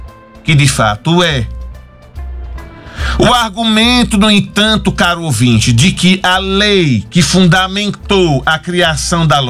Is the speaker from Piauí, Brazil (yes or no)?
no; Sergipe, Brazil; como sergipano que sou